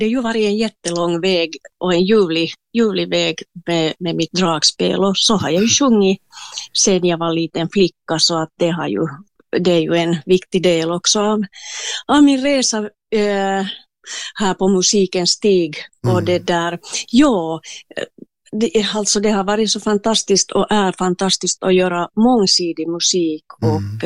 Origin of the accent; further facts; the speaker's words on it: Espoo, Uusimaa, Finland; jag är ju hemma från Esbo Kilo.